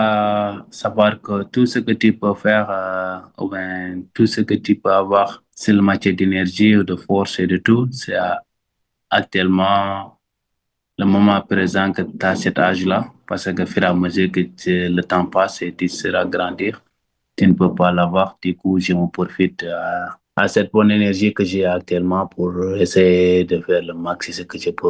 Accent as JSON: {"language": "French", "country": "Senegal", "moved": "yes", "lives_now": "Essaouira, Morocco", "said": "moi, mes origines, mes cousins chez moi au Sénégal"}